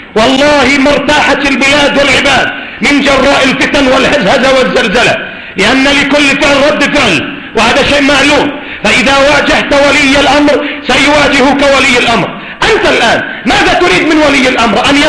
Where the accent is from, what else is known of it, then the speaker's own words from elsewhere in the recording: Yemen; الدولة عندنا في اليمن